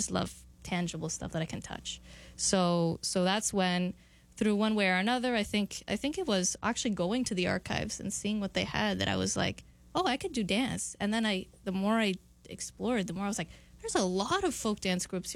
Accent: Windsor, Ontario, Canada; first language English; now in Montreal, Canada; I use it about myself because I'm from Ontario. I say I am Italian Canadian from Windsor

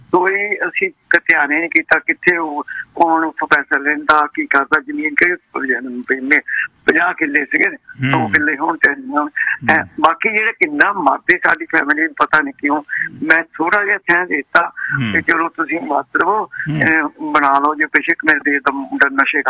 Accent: Pakistan; moved away; ਮੈਂ ਪਾਕਿਸਤਾਨ ਤੋਂ ਆਈ ਸੀ 8-9 ਸਾਲ ਹੋਏ

